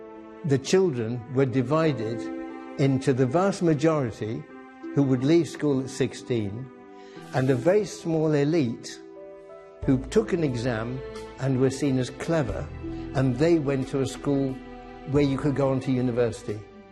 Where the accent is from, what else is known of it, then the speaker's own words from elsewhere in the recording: Midlands, United Kingdom; I grew up in the Midlands, in the industrial part of Britain, England. My father was an electrician. He began his career, his life working in the coal mines where he learned the trade.